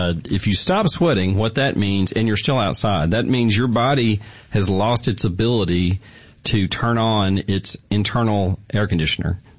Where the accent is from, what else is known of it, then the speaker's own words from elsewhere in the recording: Mississippi, United States; growing up in Mississippi